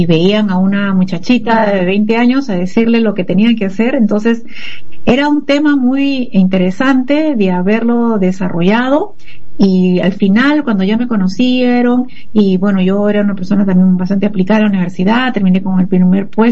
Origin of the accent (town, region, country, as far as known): Peru